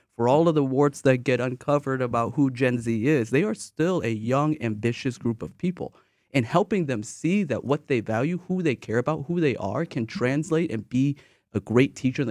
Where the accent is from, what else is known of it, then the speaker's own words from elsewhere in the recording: Illinois, United States; now in Milwaukee, United States; I'm from Illinois.